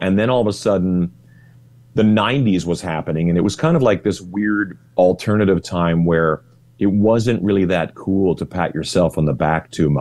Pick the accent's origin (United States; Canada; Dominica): Canada; Manitoba; born there; also born or lived in Saskatchewan; We grew up, I was born in Saskatchewan, but we immediately moved up to northern Manitoba.